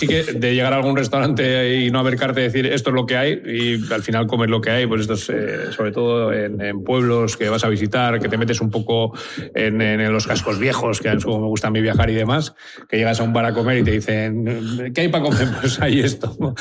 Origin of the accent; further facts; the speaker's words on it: Ortuella, Basque Country, Spain; born there; Yo es que soy de Ortuella, que es un pueblo, y yo he nacido en pueblo, no he nacido en barrio.